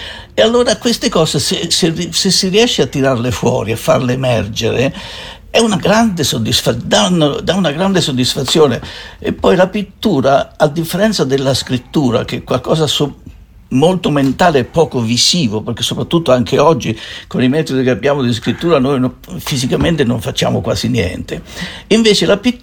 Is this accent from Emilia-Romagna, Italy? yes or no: no; Marche, Italy; born there; questa lingua, avendo un'origine nativa, un'origine della mia terra dove sono nato, quindi delle Marche, è una lingua che conserva quell'accento, conserva quella cadenza dialettale.